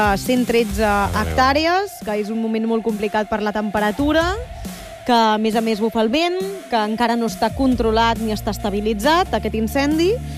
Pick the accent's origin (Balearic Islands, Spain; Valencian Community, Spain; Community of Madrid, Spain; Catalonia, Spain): Catalonia, Spain; Caldes de Montbui; En el meu cas, doncs, soc de Caldes de Montbui